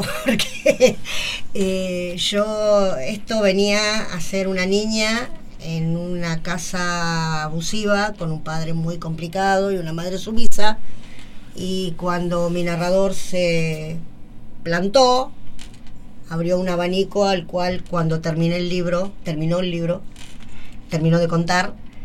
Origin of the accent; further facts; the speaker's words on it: Virrey del Pino, Buenos Aires Province, Argentina; soy de La Matanza, de Virrey del Pino, soy escritora, soy docente.